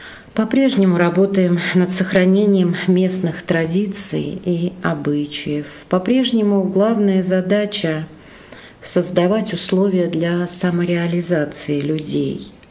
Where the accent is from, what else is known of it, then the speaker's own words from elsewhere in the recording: Ostashkov, Tver Oblast, Russia; now in Svyatoye, Russia; Да, конечно, все детство мое прошло в Осташкове